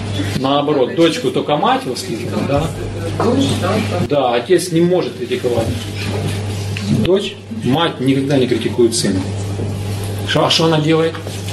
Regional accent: Chechnya, Russia; До сих пор у цыгане и вот на Востоке, в Чечне в частности, там, откуда я родом, там до сих пор этот принцип учитывается

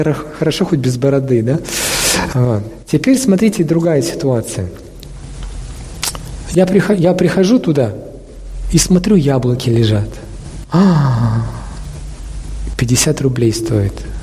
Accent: Russia

